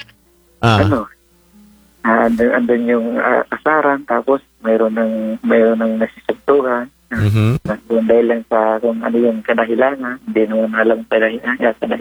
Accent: Bicol Region, Philippines; now in Antipolo, Philippines; Minsan kasi umuwi ako sa Bicol.

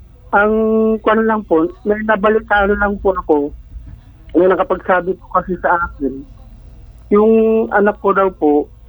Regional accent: Central Luzon, Philippines

